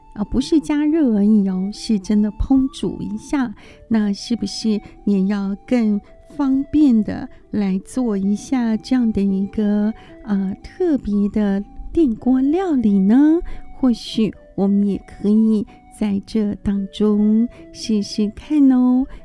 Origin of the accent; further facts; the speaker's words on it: Taiwan; 我们其实台湾人